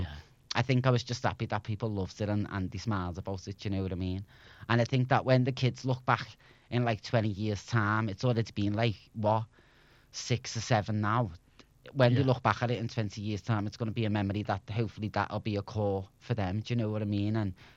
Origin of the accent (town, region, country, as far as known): Liverpool, North West England, United Kingdom